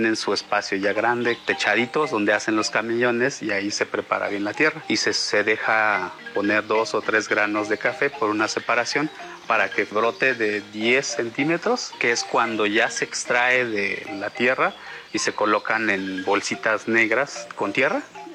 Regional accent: Tanetze de Zaragoza, Oaxaca, Mexico

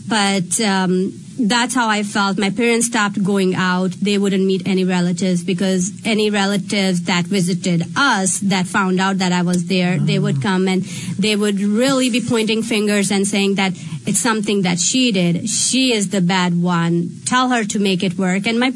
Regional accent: Pakistan; It's common in Pakistan. Again, sometimes when you led the culture. So I grew up in Islamic Republic on Pakistan.

